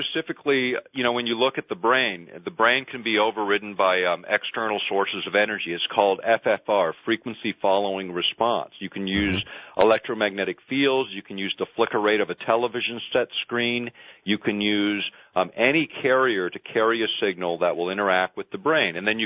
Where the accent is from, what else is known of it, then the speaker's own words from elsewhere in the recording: Alaska, United States; that I was not exposed to in my home state of Alaska